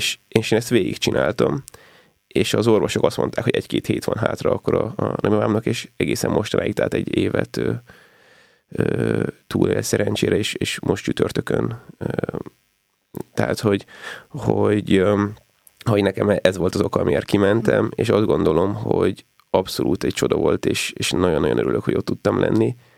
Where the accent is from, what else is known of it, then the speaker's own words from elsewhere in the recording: Hungary; magyarok vagyunk, én is magyar vagyok